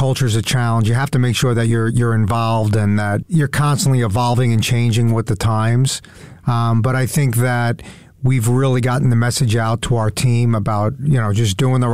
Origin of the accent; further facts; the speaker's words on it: Mount Sinai, New York, United States; Yeah, so I grew up in Mount Sinai, New York, 5 siblings, great parents.